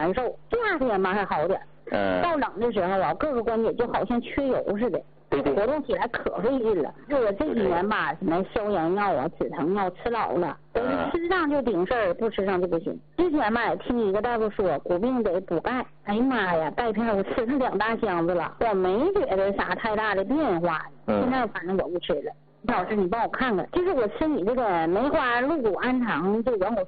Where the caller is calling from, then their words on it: Shenyang, Liaoning, China; 我家沈阳的。